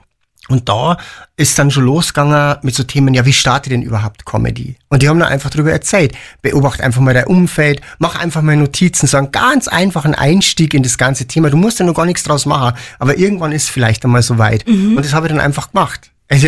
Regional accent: Piding, Bavaria, Germany; ihr werdet euch eh schon alle denken, genau, ich bin aus Pieding.

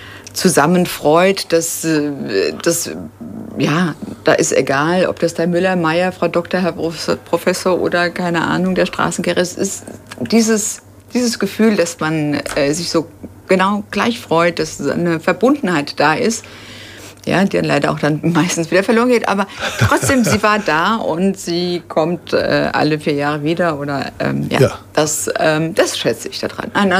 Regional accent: Bodenheim, Rhineland-Palatinate, Germany; born or raised there

